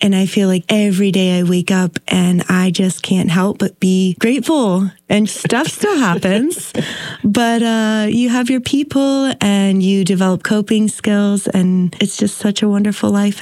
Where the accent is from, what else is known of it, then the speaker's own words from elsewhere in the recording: Virginia, United States; moved away as an adult; now in Taos, United States; And now we've been living in Taos for the past year. This is our first visit back home to Virginia. I've never been outside of my home state this long before.